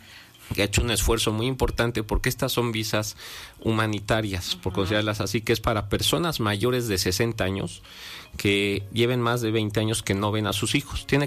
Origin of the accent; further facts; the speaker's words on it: Puebla, Mexico; Entonces, somos poblanos.